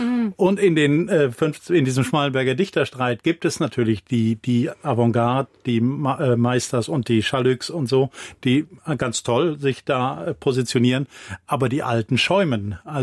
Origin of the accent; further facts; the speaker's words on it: North Rhine-Westphalia, Germany; Bei Karneval müsste ich als Westfale sagen, bin ich raus. Stimmt auch nicht ganz, weil ich zum Beispiel aus dem kurkölnischen